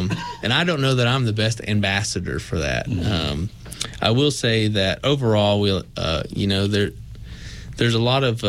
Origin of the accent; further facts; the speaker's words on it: Meadowview, Virginia, United States; You know, I was a kid from Medview. I wasn't from Abingdon, even though Abingdon is where I do everything.